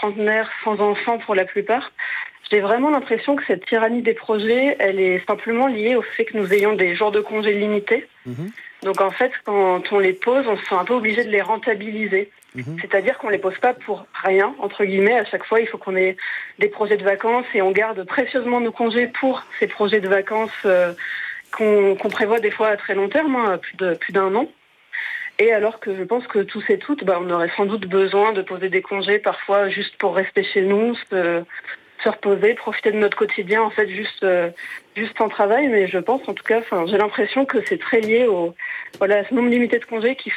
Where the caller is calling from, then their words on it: Lyon, Auvergne-Rhône-Alpes, France; J'appelle de Lyon.